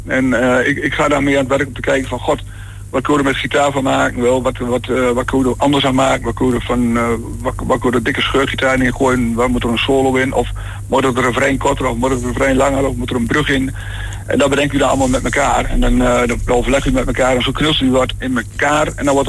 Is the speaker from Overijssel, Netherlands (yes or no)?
yes; Overijssel, Netherlands; Dus eigenlijk zeg maar Twente